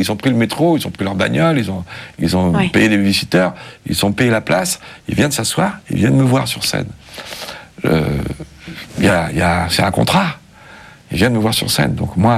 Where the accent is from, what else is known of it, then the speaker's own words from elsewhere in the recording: Mâcon, Bourgogne-Franche-Comté, France; born there; je vais avoir 16-17 ans par là. Je m'intéresse vraiment. Et là, je suis à Mâcon